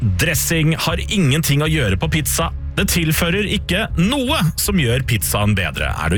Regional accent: Sarpsborg, Østfold, Norway; da jeg vokste opp i Sarpsborg

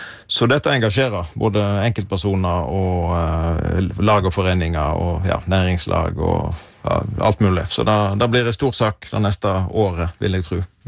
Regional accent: Vestland, Norway; Vi kommer jo fra Jon Fosseland, som er vel på en måte litt programforpliktet til å både skrive og like nynorsk.

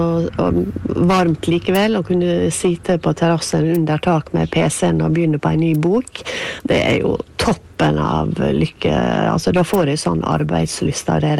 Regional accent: Møre og Romsdal, Norway; jeg er så heldig at jeg bor i et område som er mye mer stabilt enn hjemme på Sunnmøre.

